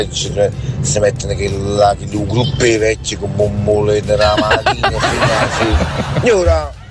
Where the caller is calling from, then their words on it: Naples, Campania, Italy; Vengo da Rione Traiano.